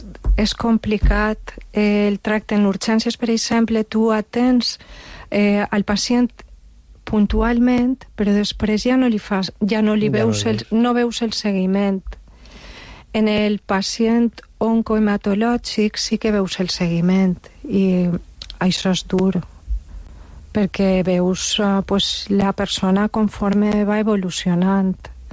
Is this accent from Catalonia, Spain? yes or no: no; Xàtiva, Valencian Community, Spain; Soc de Xàtiva i ho dic aixina perquè perquè és que aixina com poso en el balconet este de, del Beiberet, Xàtiva enamora